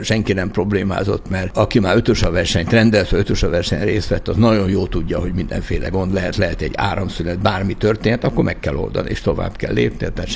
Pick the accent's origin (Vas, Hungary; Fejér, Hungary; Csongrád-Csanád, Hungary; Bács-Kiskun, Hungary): Fejér, Hungary; Agárd; also born or lived in Budapest; Igen, én 4 éves voltam, amikor Zuglóból oda költöztünk, mert államosított édesapám pékségét, és lementünk az agárdi házunkba.